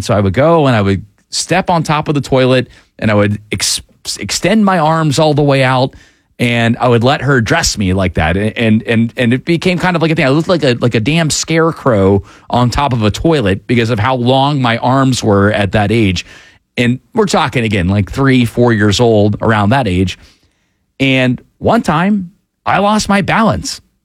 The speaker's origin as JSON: {"language": "English", "town": "Atlanta", "region": "Georgia", "country": "United States", "tie": "born or raised there", "said": "number one, I grew up in Atlanta, so I've always known this institution to be what it is."}